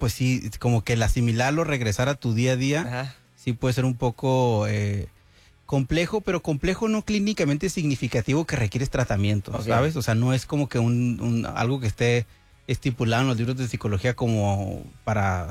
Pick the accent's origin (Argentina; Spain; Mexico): Mexico; para nosotros como mexicanos